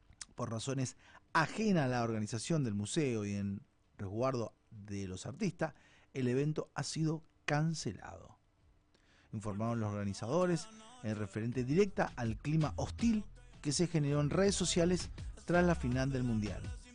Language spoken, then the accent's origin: Spanish; Argentina; También somos argentinos, somos parte del pueblo, en donde el pueblo no es solo un deporte, es parte de nuestra identidad, nuestra historia, ¿no?, cultura.